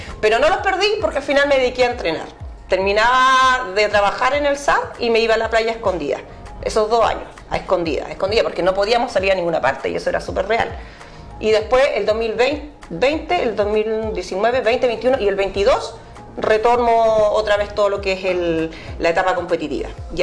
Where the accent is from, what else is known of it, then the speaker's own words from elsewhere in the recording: Tomé, Biobío, Chile; Yo nací acá en Tomé el 11 de diciembre de 1974.